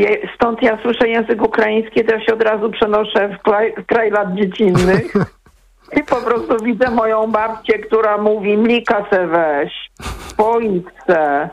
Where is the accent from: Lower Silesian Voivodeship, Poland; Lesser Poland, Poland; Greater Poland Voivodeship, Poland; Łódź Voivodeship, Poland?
Lower Silesian Voivodeship, Poland; Wrocław; No, rodowita wrocławianka, mama z ziemi dobrzyńskiej, tato z Podrzeszowa.